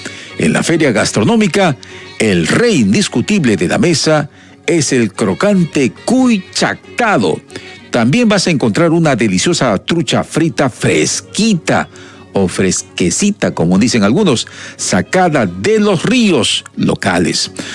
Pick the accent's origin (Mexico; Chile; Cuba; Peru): Peru